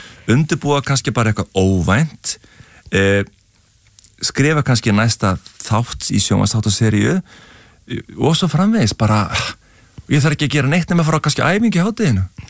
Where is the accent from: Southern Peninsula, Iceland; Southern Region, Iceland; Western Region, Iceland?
Western Region, Iceland; Ólafsvík; ég upplýði það sem barn í Ólafsvík það voru bara bátar að farast.